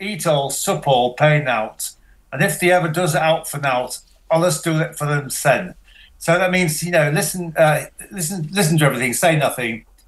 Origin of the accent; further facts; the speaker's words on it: Yorkshire and the Humber, United Kingdom; born there; moved away as an adult; now in London, United Kingdom; I was born near Hull, yeah, and I moved to London many years ago, about 35 years ago, yeah.